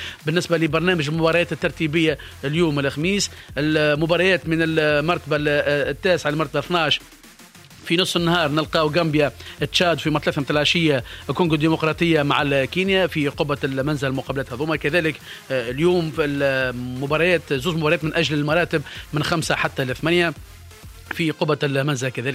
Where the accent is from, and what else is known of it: Tunisia